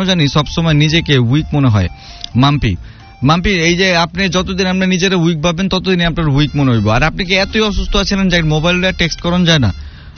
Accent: Dhaka, Dhaka Division, Bangladesh; আমার গ্রামের বাড়ি ভাই আমি পুরান ঢাকারই অরিজিনাল, আমার গ্রামের বাড়ি এটাই।

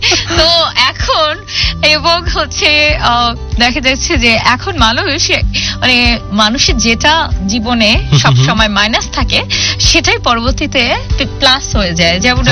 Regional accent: Bangladesh; also born or lived in New Zealand; বাংলাদেশি পাসপোর্টে আমি বিশ্ব ভ্রমণ করে বিশ্বকে দেখিয়ে দিতে চাই যে বাংলাদেশিরাও ভ্রমণ করতে পারে

